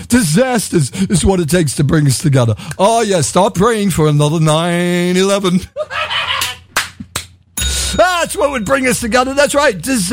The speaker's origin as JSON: {"language": "English", "country": "United States", "said": "I am an American."}